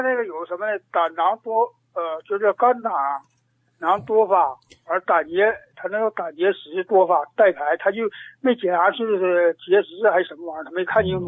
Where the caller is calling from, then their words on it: Dalian, Liaoning, China; 我是大连的。